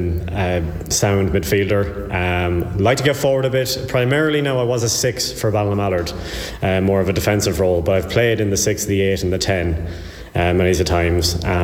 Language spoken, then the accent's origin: English; Sligo, Connacht, Ireland; I'm 30 years old. I'm from Sligo Town.